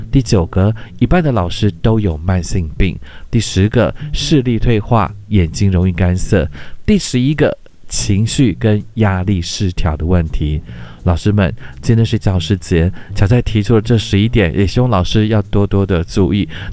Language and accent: Chinese; Taiwan; 肝病呢是我们台湾人的国病